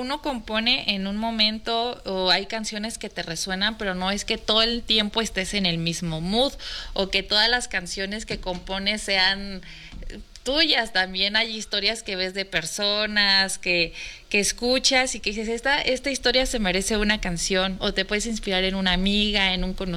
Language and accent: Spanish; Zinapécuaro, Michoacán, Mexico; Sinapecuaro, Michoacán.